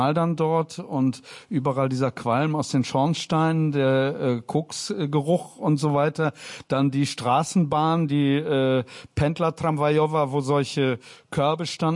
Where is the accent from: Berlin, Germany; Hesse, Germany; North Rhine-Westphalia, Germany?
North Rhine-Westphalia, Germany; Bonn; moved away as an adult; also born or lived in France; now in Poznań, Poland; dass ich eben aus Bonn komme